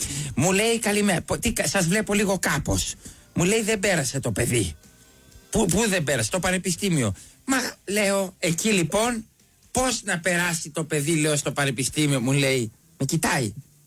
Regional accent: Crete, Greece; Πρώτο μάτς εντός εκτός Όφι Εργοτέλης, επειδή είμαι από Κρήτη

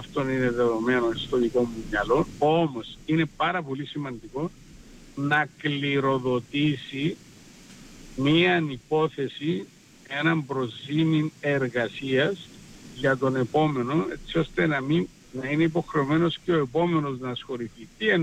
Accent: Cyprus; θα είμαι πάρα πολύ ευτυχισμένος σαν Κύπριος, όχι σαν Ελληνοκύπριος

